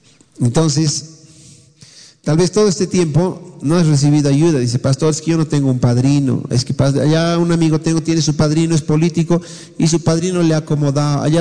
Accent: Bolivia; la mayoría de los que estamos aquí somos bolivianos.

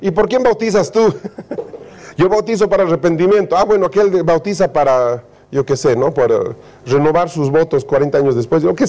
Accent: Chile; Porque desde que somos niños los chilenos, de alguna manera estamos asociados con la imagen a través del catolicismo o del evangelismo de Jesús.

